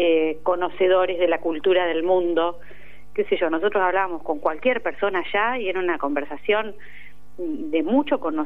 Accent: Azul, Buenos Aires Province, Argentina; yo soy de Azul, sí.

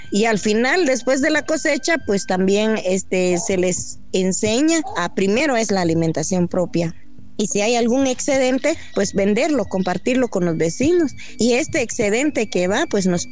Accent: Kaqchikel Maya area, Guatemala; soy Maya Cachiquel.

